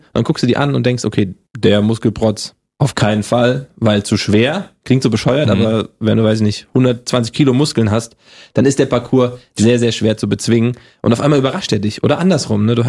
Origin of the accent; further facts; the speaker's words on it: Gießen, Hesse, Germany; Ich komme ja halt aus dem Hip-Hop und Gießen und Hip-Hop um diese Szene.